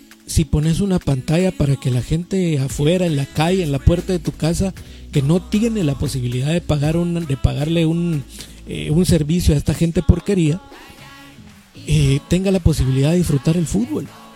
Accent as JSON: {"language": "Spanish", "country": "Guatemala", "said": "Digo nosotros hablando en general, como sociedad guatemalteca."}